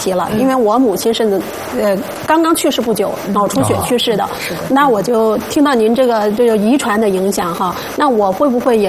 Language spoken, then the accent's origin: Chinese; Hunan, China; 曾国藩是我们湖南人